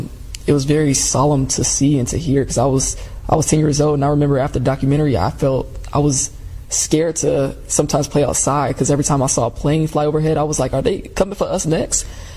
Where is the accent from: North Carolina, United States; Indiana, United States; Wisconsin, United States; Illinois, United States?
Illinois, United States; Chicago; Growing up in Chicago, sometimes I would look at our skyscrapers and think, are we next?